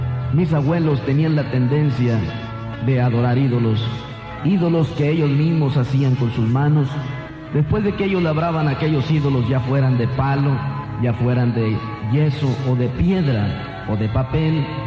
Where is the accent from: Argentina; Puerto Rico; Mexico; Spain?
Mexico; San Luis Potosí; Yo soy originario del estado de San Luis Potosí, en México, nacido a 17 kilómetros de la ciudad de Matehuala, San Luis Potosí. Allí fue donde yo nací.